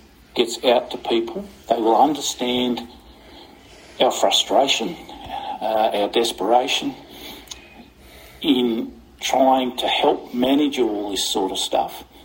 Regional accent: Australia; I, as an Australian, cannot speak on what happens in England or in New Zealand or America. We are the same here. No one else can speak for the Ngarigo people except Ngarigo people.

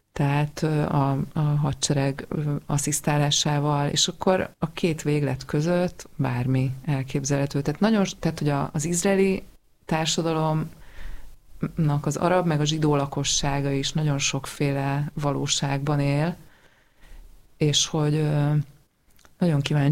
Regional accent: Hungary

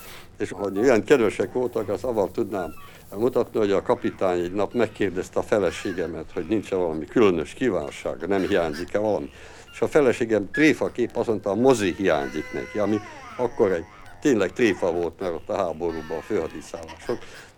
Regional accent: Hungary; now in United States; épp úgy magyar ember vagyok, mint valaha is voltam. És épp úgy a hazám Magyarország, mint valaha is gyerekkoromban volt.

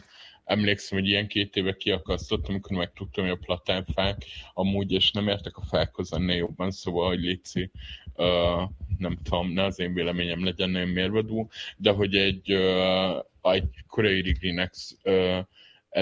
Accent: Southern Transdanubia, Hungary; az én gyerekkoromban még én a Dél-Dunántúlon nőttem fel

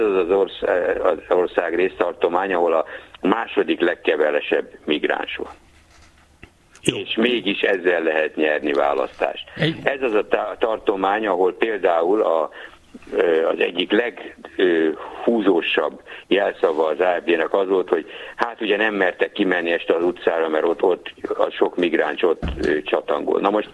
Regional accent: Hungary; és hát azért mi magyarok vagyunk

